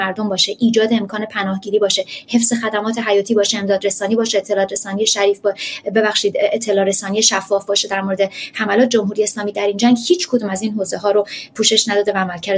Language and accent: Persian; Iran; ماهایی که در ایران سالها رو بزرگ شدیم ما در زیرزمین خونه های خودمون که انقدر امن نبود در واقع پناه میگرفتیم